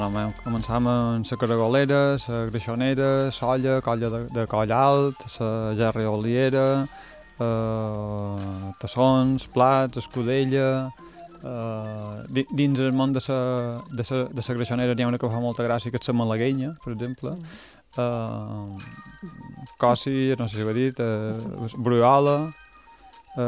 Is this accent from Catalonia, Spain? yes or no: no; Palma, Balearic Islands, Spain; vivíem en el barri de la Gerreria